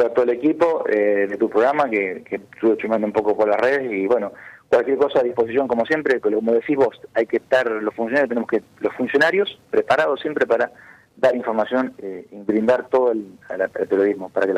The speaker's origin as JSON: {"language": "Spanish", "town": "Venado Tuerto", "region": "Santa Fe", "country": "Argentina", "said": "yo soy de Venado Tuerto"}